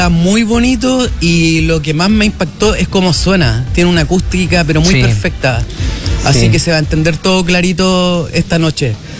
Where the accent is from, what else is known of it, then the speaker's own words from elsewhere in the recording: Chile; accent: Chilean; moved away as an adult; now in Mexico; yo llevo 15 años en México, pero todos los años vengo a mi país, o sea, a hacer tour, gire, qué sé yo, entonces tampoco es como que me fui, de hecho, fíjate, no tengo ni acento ni nada. El chileno todavía lo tengo.